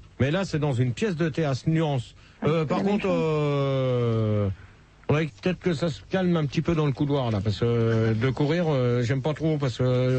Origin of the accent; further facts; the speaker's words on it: France; Non, moi, je suis français